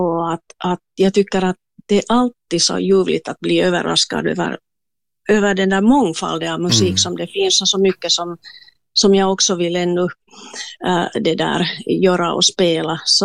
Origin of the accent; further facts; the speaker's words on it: Espoo, Uusimaa, Finland; jag är ju hemma från Esbo Kilo.